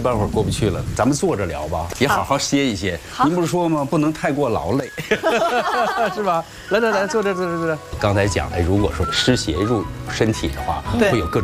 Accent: Northeast China, China; 那我是东北人

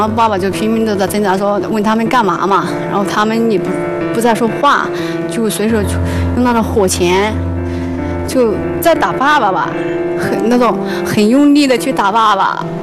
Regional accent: Chuxiong, Yunnan, China; 我来自云南郡雄。

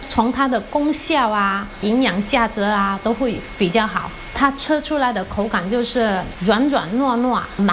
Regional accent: Raoping, Chaoshan, Guangdong, China; 因为我们潮汕地区，特别是我们饶平，我们的海的水质特别好

